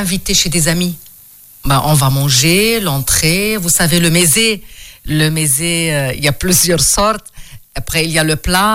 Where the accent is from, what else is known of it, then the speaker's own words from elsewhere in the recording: Lebanon; au Liban, parce que je suis libanaise